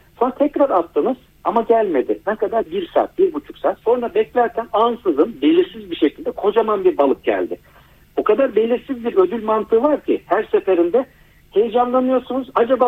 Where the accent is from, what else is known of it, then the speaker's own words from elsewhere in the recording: Trabzon, Turkey; ama ben de Trabzonluyum. Karadeniz olarak babamın bir kayığı var.